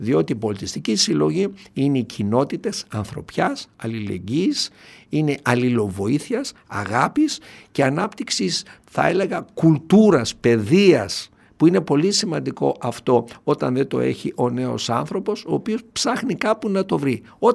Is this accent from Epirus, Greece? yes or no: no; Kilkis, Central Macedonia, Greece; εκεί στον τόπο μου, το γενέθλιο στο Κυλκί